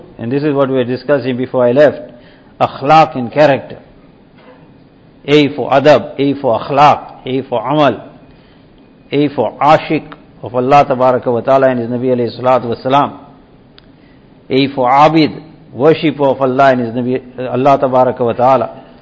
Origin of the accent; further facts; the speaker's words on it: South Africa; I come from South Africa, you come from London